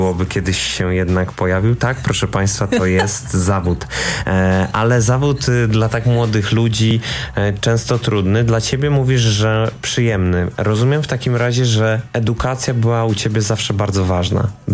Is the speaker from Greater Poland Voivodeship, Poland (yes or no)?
yes; Poznań, Greater Poland Voivodeship, Poland; Nie, ja robiłem pokaz charytatywny w Poznaniu, z którego pochodzę, dla dzieci z domu dziecka